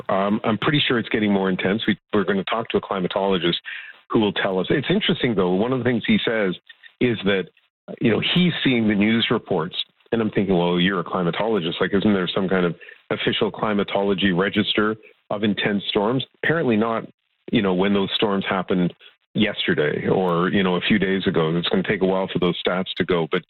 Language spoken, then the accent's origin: English; British Columbia, Canada; even as a British Columbian